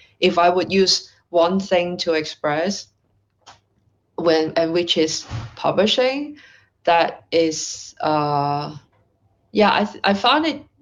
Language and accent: English; Hong Kong; I am someone from Hong Kong, and so like a place which you came from represent certain things, right? Like politically, socially, and obviously there is a long history of Hong Kong